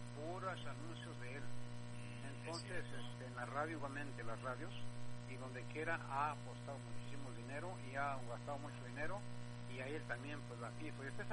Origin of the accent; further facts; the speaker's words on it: Jalisco, Mexico; Pero yo soy de Los Altos, soy altopeño.